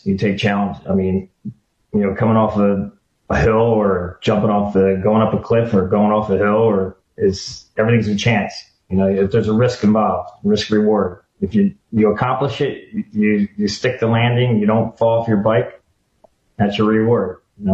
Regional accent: Mount Holly, New Jersey, United States; Originally from Mount Holly, New Jersey.

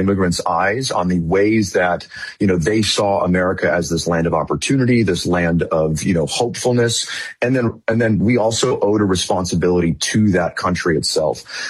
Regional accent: California, United States; I was a senior in high school. I was 16 years old. And so I'm from Northern California, Silicon Valley area.

